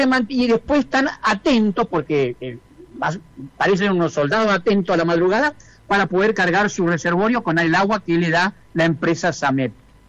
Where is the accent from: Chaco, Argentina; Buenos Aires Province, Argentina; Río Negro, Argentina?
Chaco, Argentina; Villa Ángela; moved away; also born or lived in Los Amores, Santa Fe; de chiquito pasaba por esos lugares, yo me crié ahí en Villa Ángela